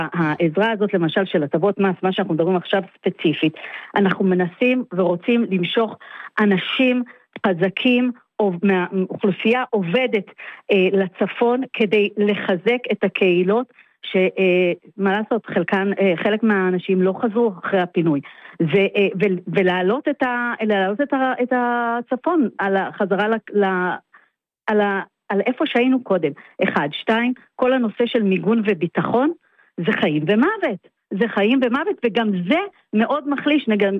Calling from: Northern District, Israel; שאני מקיבוץ שנשאר לספוג והיה באמת בחזית ובמקום שהוא כל התשתית שלו התפרקה, תבינו, התשתית שלנו זה קריית שמונה

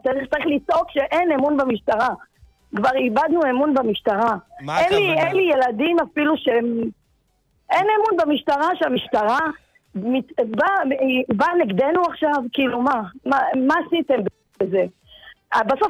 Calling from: Ashkelon, Southern District, Israel

